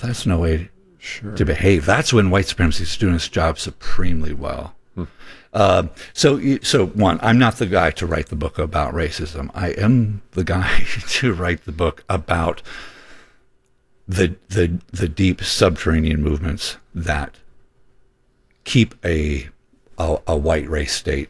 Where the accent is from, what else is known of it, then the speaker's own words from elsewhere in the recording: Minneapolis, Minnesota, United States; my hometown of Minneapolis, Minnesota.